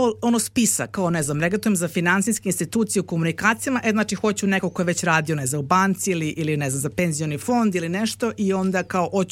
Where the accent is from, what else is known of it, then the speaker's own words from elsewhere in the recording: Belgrade, Serbia; ja sam odrasla u Brogledu na Petlom brdu, koga briga sad Petlom brdu, mislim, na kraj sveta